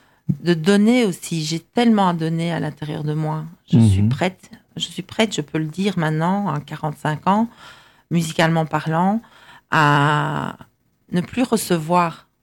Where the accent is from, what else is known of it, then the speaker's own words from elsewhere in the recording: Esneux, Wallonia, Belgium; Je viens d'Esneux.